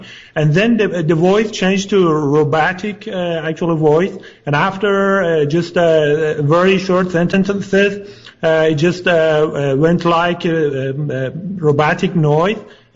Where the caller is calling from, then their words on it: Los Angeles, California, United States; Actually, I'm in Los Angeles.